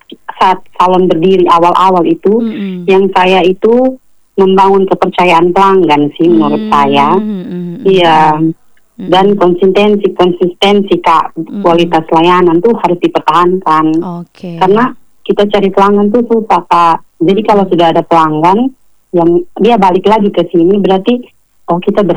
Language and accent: Indonesian; Kupang, East Nusa Tenggara, Indonesia; now in Kefamenanu, Indonesia; Iya Kak, saya kan dari Kupang.